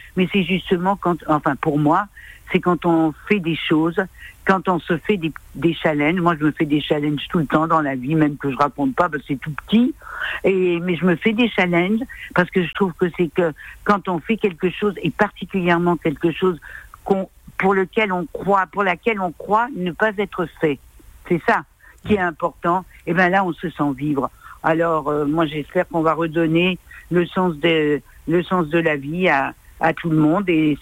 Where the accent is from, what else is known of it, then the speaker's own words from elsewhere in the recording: Clermont-Ferrand, Auvergne-Rhône-Alpes, France; born there; moved away; quand je vais à Clermont, mes parents, ça me fait une grosse nostalgie, parce que pour moi, c'est mes années bonheur.